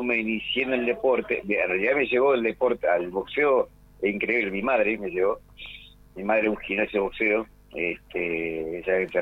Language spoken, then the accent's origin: Spanish; Río Gallegos, Santa Cruz, Argentina; born there; also born or lived in Gobernador Gregores; yo soy nacido en Río Gallegos, y yo me inicié en Gobernador Gregores. Uh-huh. Con mi madre vivía allá, vivimos allá en Gregorio en el año 84